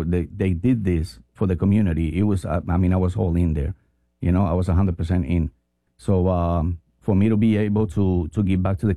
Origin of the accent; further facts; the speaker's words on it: Colombia; now in United States; me coming from a third world country. I'm from Colombia